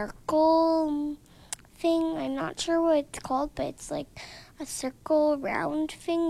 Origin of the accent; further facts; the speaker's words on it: Winkler, Manitoba, Canada; born there; I was born in the Canada Winkler Hospital.